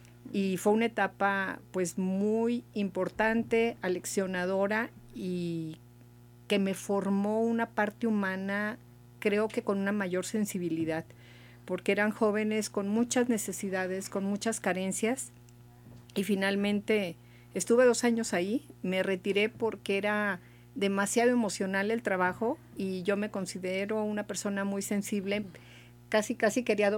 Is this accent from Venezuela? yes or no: no; Morelia, Michoacán, Mexico; moved away; Yo soy originaria del estado de Michoacán, nací en Morelia, estudié en la Escuela Normal Urbana Federal de Morelia, la carrera de educadoras.